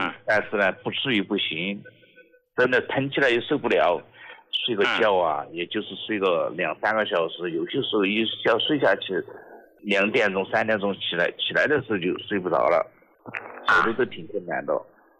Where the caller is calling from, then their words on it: Nantong, Jiangsu, China; 我来自江苏南通的。